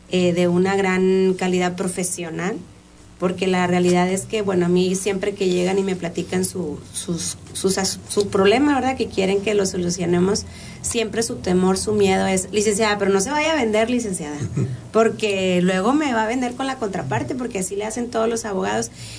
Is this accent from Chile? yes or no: no; Sabinas, Coahuila, Mexico; Yo soy originaria de Sabinas, no vengo de Nuevo León, soy originaria de Sabinas, Coahuila.